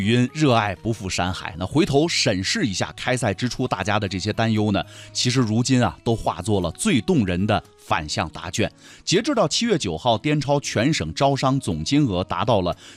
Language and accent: Chinese; Yunnan, China; 我们云南人的精神